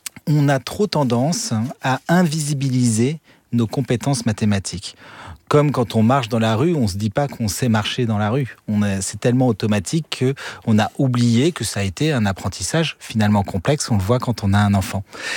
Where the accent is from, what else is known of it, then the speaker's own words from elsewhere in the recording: Fréjus, Provence-Alpes-Côte d'Azur, France; born there; la plage de mon enfance à Fréjus.